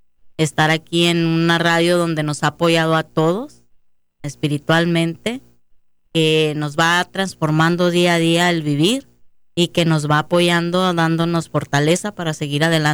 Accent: Guadalajara, Jalisco, Mexico; also born or lived in Inglewood, California; de padres emigrantes. Y pues realmente nací ahí, pero me crié en Guadalajara, Jalisco.

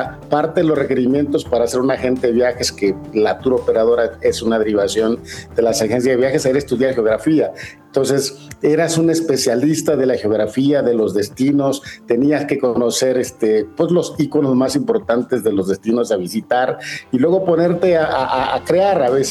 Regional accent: Mexico; somos los mexicanos, la verdad, un pueblo hospitalario y extraordinario por naturaleza.

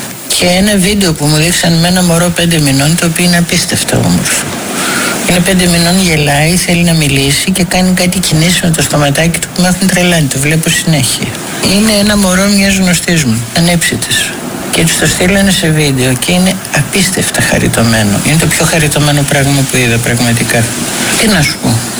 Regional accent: Greece; μέναμε στο κέντρο. Εγώ γεννήθηκα στην Αγίου Κωνσταντίνου

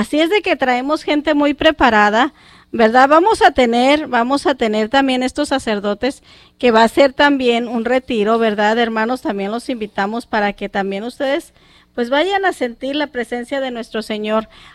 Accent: Mexico; nuestras iglesias en nuestras ciudades de México, ¿verdad? Muchos de nosotros somos de México, de Michoacán, de Jalisco, de Colima, de Zacatecas, de Guanajuato, y de ahí párale de contar, ¿verdad?

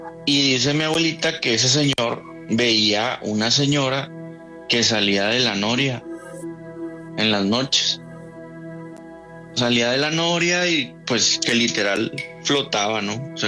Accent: San Nicolás de los Garza, Nuevo León, Mexico; now in Apodaca, Mexico

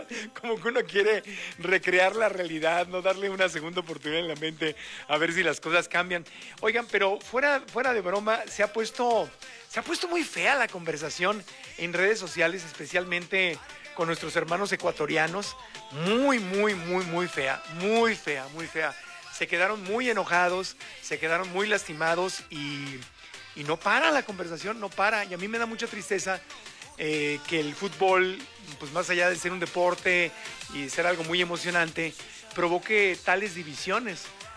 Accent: Mexico

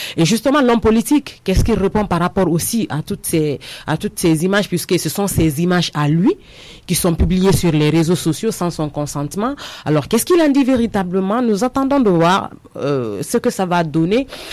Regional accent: Guinea; en tant qu'homme politique guinéen, en tant que Guinéen

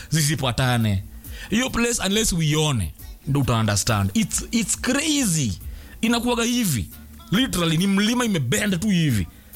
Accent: Makueni County, Kenya; born there; moved away; Ukienda ushago kwetu.

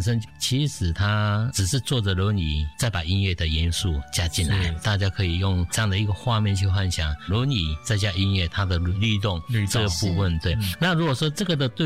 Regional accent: Taichung, Taiwan; now in Taipei, Taiwan; 我是台中长大的小孩子，然后第一个工作是在高雄，后来有机会到台北。

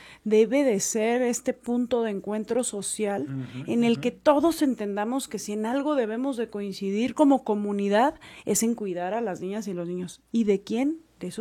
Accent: Mexico; como lo digo como mexicana

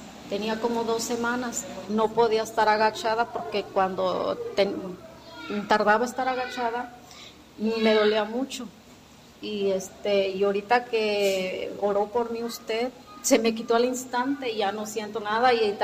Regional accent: Tancanhuitz, San Luis Potosí, Mexico; Soy de Tancanhuiz, pero en una comunidad llamada Cuatlameyán.

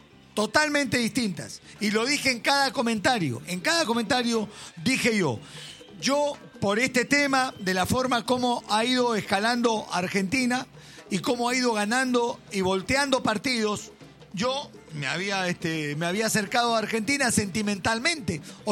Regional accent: Peru; Siendo peruano, he tenido información.

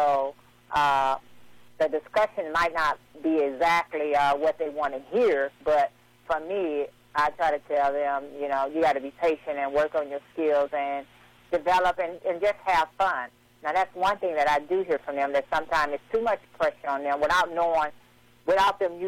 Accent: East St. Louis, Illinois, United States; my hometown of East St. Louis

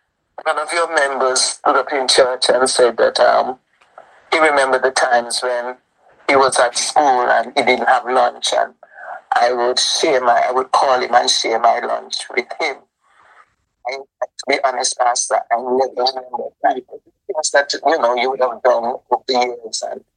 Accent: Montserrat; moved away as an adult; also born or lived in Plymouth, Montserrat; Well, I was born in Dyer's. I grew up in this village. I went to school in Plymouth

